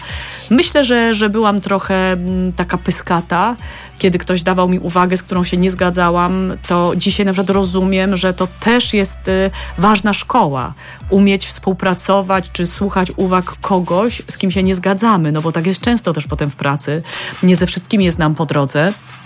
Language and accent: Polish; Kraków, Lesser Poland, Poland; wychowywałam się w artystycznym Krakowie